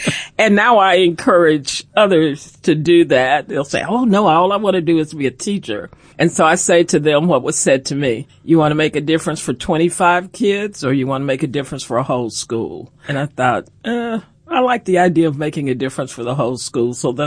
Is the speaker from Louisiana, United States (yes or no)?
no; Chattanooga, Tennessee, United States; born there; I was born in Chattanooga.